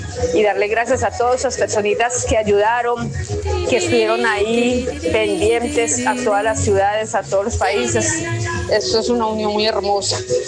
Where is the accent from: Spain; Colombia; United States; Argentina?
Colombia; nosotros somos unos colombianos echados para adelante, con berraquera.